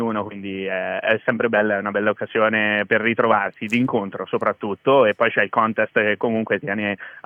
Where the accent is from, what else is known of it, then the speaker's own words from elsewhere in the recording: Assisi, Umbria, Italy; Io vengo da Assisi e parlerò sicuramente di come una città piccolina come quella viene invasa dai turisti